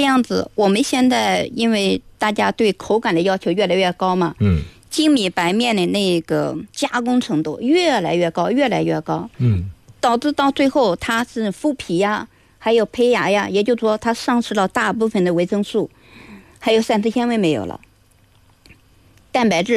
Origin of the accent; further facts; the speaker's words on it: China; 我们中国人都喜欢吃西瓜嘛